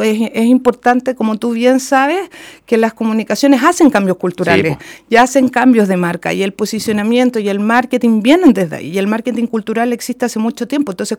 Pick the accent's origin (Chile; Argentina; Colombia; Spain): Chile; Puerto Montt, Los Lagos; nací y criada en Puerto Montt